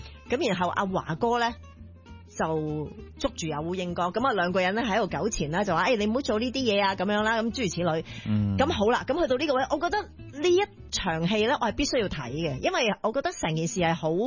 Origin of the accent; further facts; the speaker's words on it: Hong Kong; 我們香港人